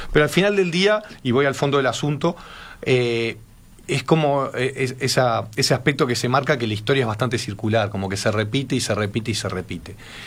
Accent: Uruguay

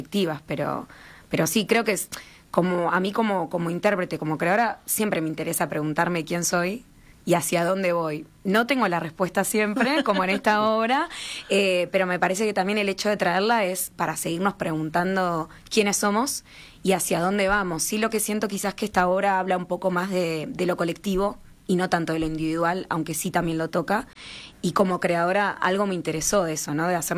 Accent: Uruguay; a nosotros como uruguayos, uruguayas

